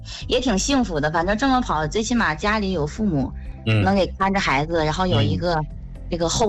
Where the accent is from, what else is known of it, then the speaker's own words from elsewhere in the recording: Jilin, China; also born or lived in Baoding, Hebei; now in Beijing, China; 因为我老家是长白山，是那个吉林那边的嘛。